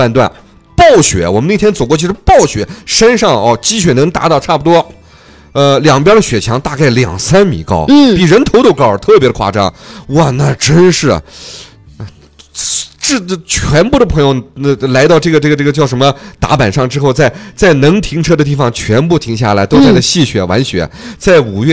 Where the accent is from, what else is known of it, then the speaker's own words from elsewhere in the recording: Xinjiang, China; born there; 我也是二刚长大的孩子呀